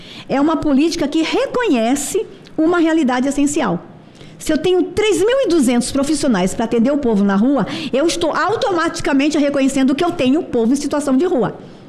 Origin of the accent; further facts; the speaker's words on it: Brasília, Federal District, Brazil; Eu que sou de Brasília, o meu povo de Brasília que me acompanha